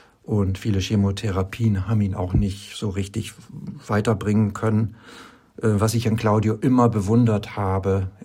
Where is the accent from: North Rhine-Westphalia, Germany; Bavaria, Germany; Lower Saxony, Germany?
Lower Saxony, Germany; Oldenburg; Und ich bin mit meinem Auto Richtung Hamburg, hier aus meiner Heimatstadt Oldenburg, gefahren.